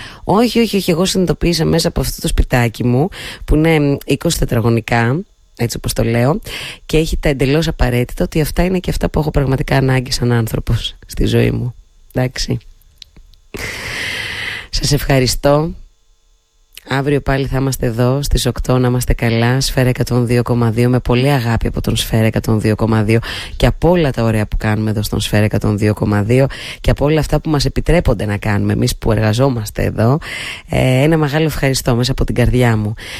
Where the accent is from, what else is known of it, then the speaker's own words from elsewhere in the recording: Thessaloniki, Central Macedonia, Greece; μεγάλωσα στη Θεσσαλονίκη, σχετικά κοντά στη θάλασσα